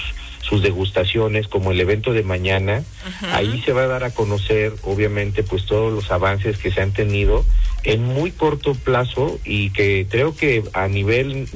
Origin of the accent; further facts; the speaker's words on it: Puebla, Mexico; born there; Pero yo soy poblano de nacimiento también y tengo familia obviamente de Puebla.